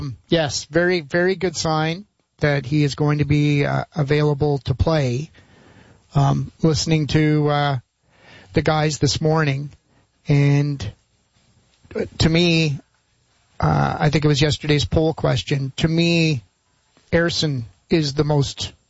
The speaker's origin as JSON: {"language": "English", "town": "Montreal", "region": "Quebec", "country": "Canada", "tie": "born or raised there", "said": "I'd be growing up in Montreal. The Montreal Canadiens pocket schedule would come out."}